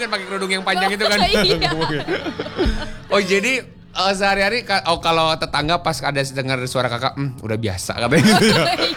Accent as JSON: {"language": "Indonesian", "town": "Bandung", "region": "West Java", "country": "Indonesia", "said": "Aku orang Bandung, emang ada tempat itu gitu loh."}